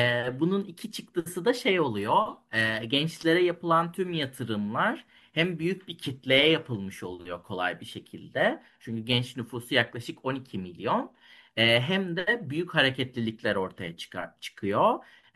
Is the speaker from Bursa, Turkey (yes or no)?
no; Nevşehir, Turkey; İşte ben Nevşehirliyim. Nevşehir'in Kozaklı kasabası, eskiden köy olan.